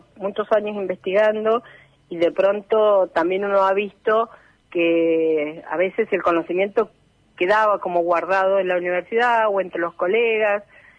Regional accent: Patagonia, Argentina; estas de que somos patagónicos y que si somos un país federal tenemos voz y voto

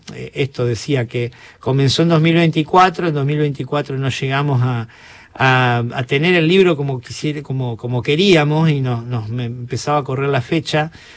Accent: Colón, Entre Ríos, Argentina; porque soy de Colón y porque quería contar un poco eso

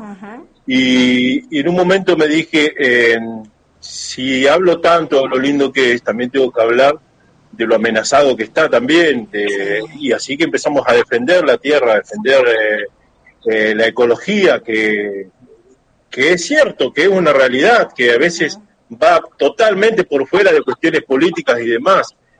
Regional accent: Patagonia, Argentina; uno ama esta tierra como argentino, como patagónico

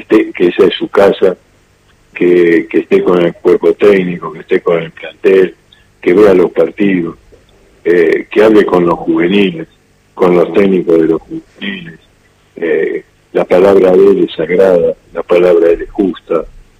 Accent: Buenos Aires, Argentina; nací en el Pirovano, sí, siempre estuve en capital.

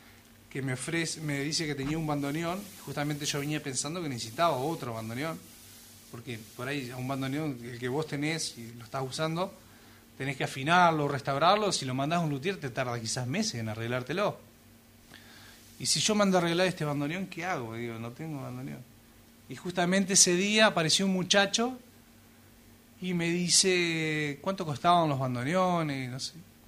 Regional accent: Argentina

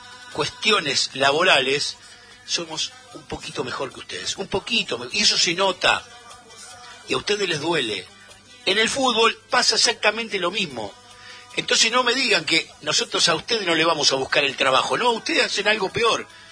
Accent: Argentina; Ahora, somos Argentina contra todo el mundo.

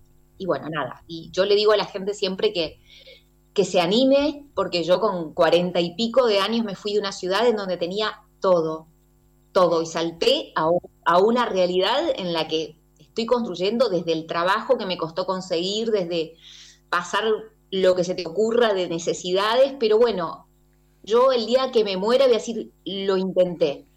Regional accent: Reconquista, Santa Fe, Argentina; moved away as an adult; now in Córdoba, Argentina; vengo de Reconquista, que es una ciudad del norte de la provincia de Santa Fe. Me vine a Córdoba, bueno, básicamente a buscar mis sueños de hacer humor

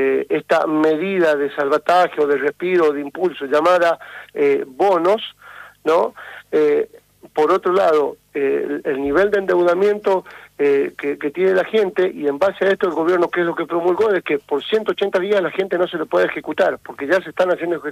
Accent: La Rioja, Argentina; Por eso mismo, porque no tenemos los riojanos, hablo como riojano, digamos, por eso digo, claro.

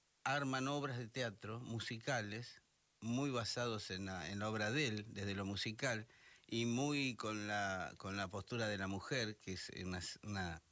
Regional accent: Buenos Aires, Argentina; born there; Yo he nacido en el hospital... Yo soy porteño

